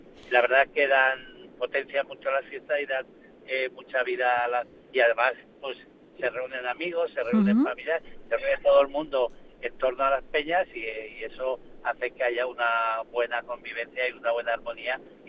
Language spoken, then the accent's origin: Spanish; Peraltilla, Aragon, Spain; para los que somos de Peraltilla